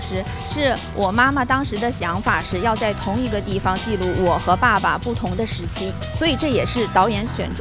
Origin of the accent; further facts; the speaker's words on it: Beijing, China; 我是北京人，